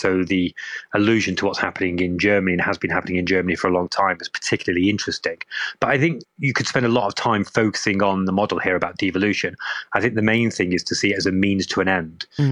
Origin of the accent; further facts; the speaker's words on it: Salford, North West England, United Kingdom; now in Bournemouth, United Kingdom; I'm originally from Salford in Greater Manchester. I grew up under the time when Greater Manchester, and particularly Manchester City Centre, was in real economic distress coming out of the deindustrialisation period